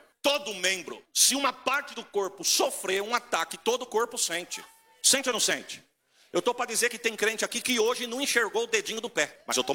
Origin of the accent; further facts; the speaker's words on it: Catanduva, São Paulo, Brazil; Eu falei, não, eu sou de Catanduva.